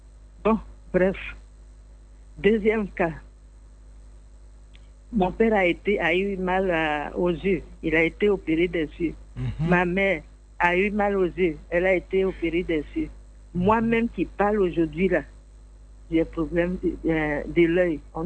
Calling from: Côte d’Ivoire; Sur la route de Bassam, là, Meko, un nouveau quartier.

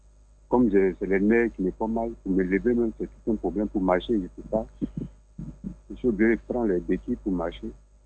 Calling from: Abidjan, Côte d’Ivoire; De Pougon.

